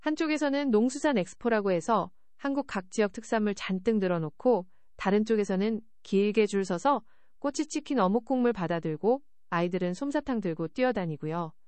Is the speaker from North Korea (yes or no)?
no; Los Angeles, California, United States; 저는 한인타운 토박이 2세 웹디자이너고요.